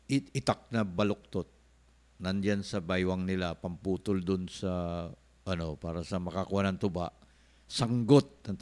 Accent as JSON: {"language": "Tagalog", "town": "Davao", "region": "Davao Region", "country": "Philippines", "said": "Sa aming salita, yung gatherer na, tuba gatherer sa amin sa Davao ay mananggiti. Kaya mayroong biro nga sa amin nung araw na doon sa Davao"}